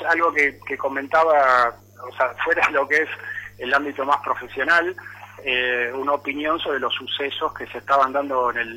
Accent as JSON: {"language": "Spanish", "country": "Argentina", "said": "parte de la tarea que tenemos que hacer como argentinos es aprender a cuidar lo nuestro"}